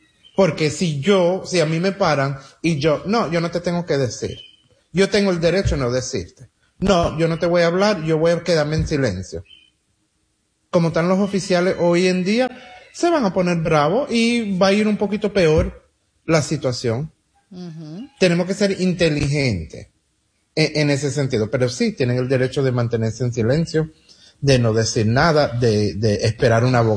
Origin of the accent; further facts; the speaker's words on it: United States; born there; Yo soy nacido aquí en los Estados Unidos y no tengo problema en decir